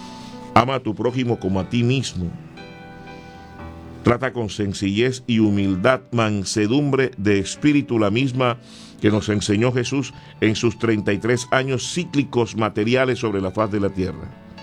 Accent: Colombia; nos invita a unirnos como colombianos y como hijos del mismo Dios

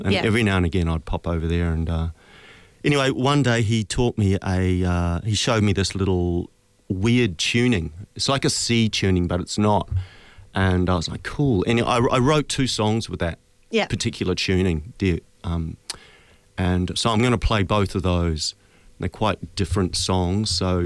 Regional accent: New Zealand; now in Margaret River, Australia; New Zealand.

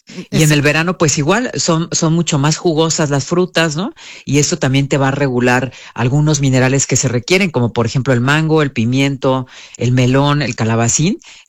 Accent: Mexico

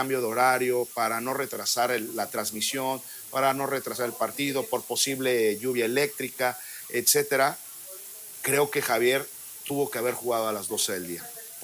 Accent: Mexico; Porque somos mexicanos

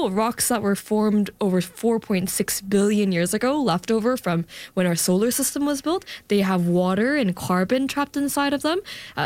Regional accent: South Korea; I grew up in Korea for most of my childhood, and it really was being in a little bike, running around with my friends, chasing after my cousins.

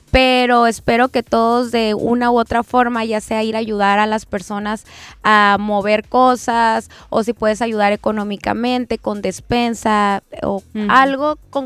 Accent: Baja California Sur, Mexico; moved away; Hay un pueblo pesquero muy cerca en Baja California Sur de donde yo soy que se llama La Poza Grande. Ese pueblo lo tuvieron que reubicar porque estábamos en un hoyo y tengo muchísima familia de ese pueblo.

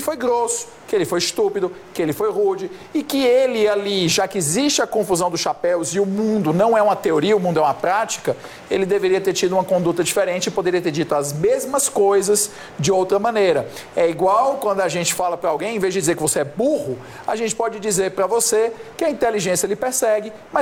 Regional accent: Ceará, Brazil; Não, é que na minha terra diz assim, colocou um foguete para mim. No Ceará a gente fala assim, colocou um foguete para mim.

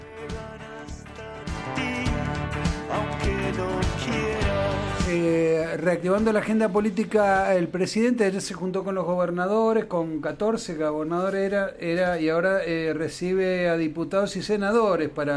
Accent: Tupungato, Mendoza, Argentina; somos los dos del Peral, subida por los Cerrillos

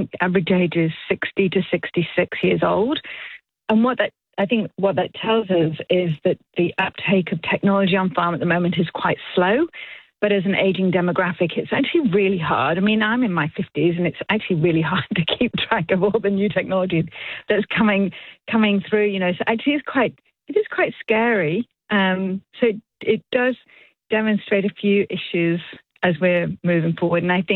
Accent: Manchester, North West England, United Kingdom; now in New Zealand; I am. I am from Manchester.

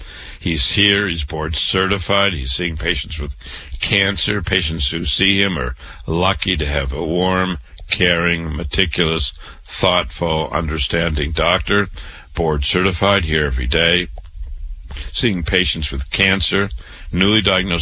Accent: Waterloo, Iowa, United States; born and raised in Waterloo, Iowa. I went to public schools, university, medical school

